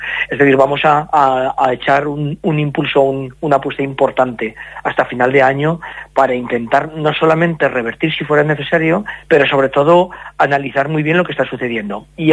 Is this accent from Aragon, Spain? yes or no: yes; Aragon, Spain; somos la comarca más grande de Aragón